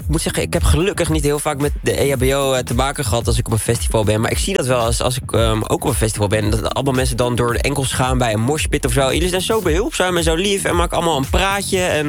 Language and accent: Dutch; Overijssel, Netherlands; Ja, ik kom uit Twente, dus ik kan erover meepraten.